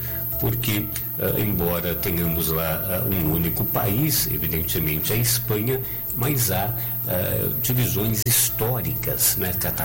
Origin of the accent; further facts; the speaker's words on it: Brazil; eu sou brasileiro